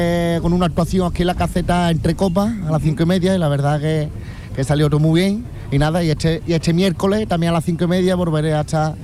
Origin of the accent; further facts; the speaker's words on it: Sanlúcar de Barrameda, Andalusia, Spain; Sanlúcar, que allí, pues la verdad que en mi tierra, pues estoy todos los días trabajando.